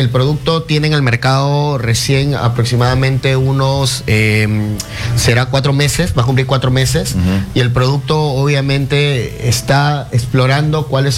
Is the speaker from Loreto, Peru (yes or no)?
no; Pacasmayo, La Libertad, Peru; now in Trujillo, Peru; Yo soy de Pacasmayo, pero ya vivo bastante tiempo en Trujillo